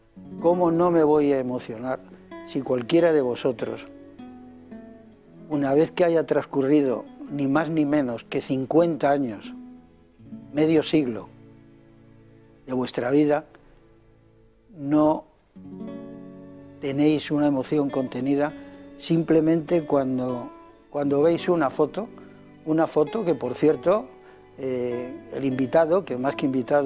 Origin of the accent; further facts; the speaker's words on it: Madrid, Community of Madrid, Spain; yo en un piso al lado de la Plaza España. Entonces la Gran Vía era para mí una prolongación de mi domicilio